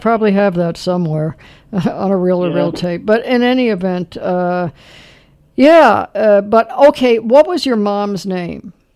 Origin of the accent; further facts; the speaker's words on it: Los Angeles, California, United States; born there; I was born in Los Angeles at Temple Hospital.